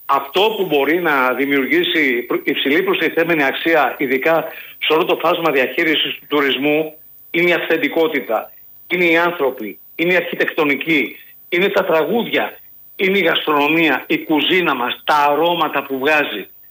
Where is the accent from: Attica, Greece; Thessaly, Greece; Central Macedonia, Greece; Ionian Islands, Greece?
Ionian Islands, Greece; Corfu